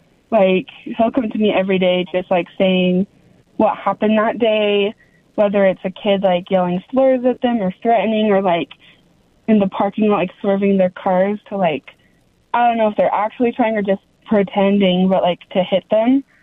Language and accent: English; Heber City, Utah, United States; I was born and raised in Heber City, and that's something that I'm proud of. And I'm also queer, and I'm proud of that.